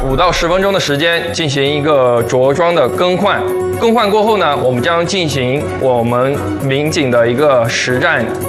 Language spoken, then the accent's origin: Chinese; Chuzhou, Anhui, China; moved away; 安徽滁州人。